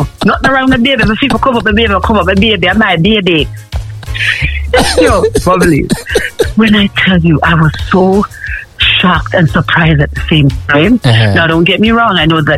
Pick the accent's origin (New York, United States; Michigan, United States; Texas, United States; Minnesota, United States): New York, United States; New York City; born there; I was born in Kings County Hospital, Brooklyn, New York.